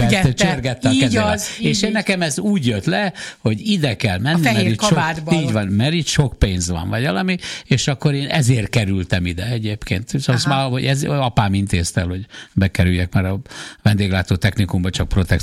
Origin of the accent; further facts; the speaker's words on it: Paks, Tolna, Hungary; amikor fiatal voltam, akkor ott Pakson